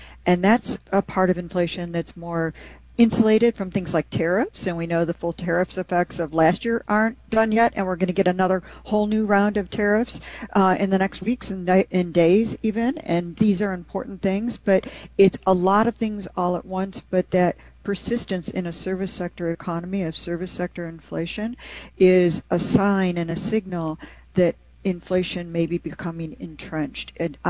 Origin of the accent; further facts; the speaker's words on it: Detroit, Michigan, United States; and I'm a child of the 1970s, and I became an economist because I grew up in Detroit.